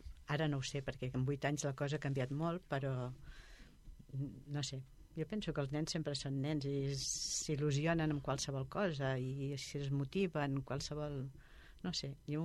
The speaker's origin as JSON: {"language": "Catalan", "town": "Cunit", "region": "Catalonia", "country": "Spain", "tie": "born or raised there", "said": "Cunit és una gran ciutat avui en dia. Hi ha molta gent. Jo visc aquí al centre del poble i aleshores encara tota la gent que viu per aquí a prop meu encara són gent del poble que ens coneixem, ens saludem, ens diem bon dia"}